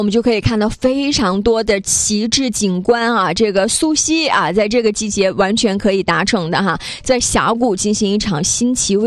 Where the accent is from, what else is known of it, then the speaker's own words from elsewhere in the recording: Northeast China, China; 包括像我们东北人就经常有的那个叫什么风湿啊、类风湿啊，各种各样的关节炎啊，因为天气比较冷嘛，